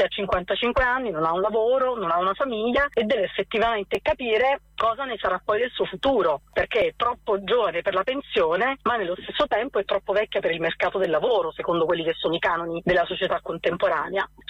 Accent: Nocera Inferiore, Campania, Italy; io sono originaria di Nocera Interiore, che poi è la cittadina dove abbiamo girato quasi tutto il film

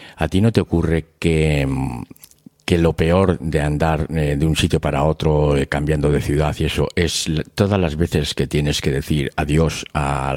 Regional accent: Ávila, Castile and León, Spain; moved away; also born or lived in Vitoria; yo me considero que mi ciudad es Ávila, porque es donde yo crecí, no nací allí siquiera tampoco yo nací en Vitoria

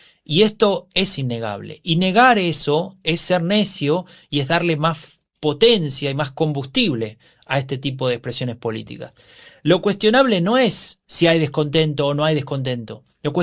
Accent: Honduras; now in United States; Soy hondureño en USA.

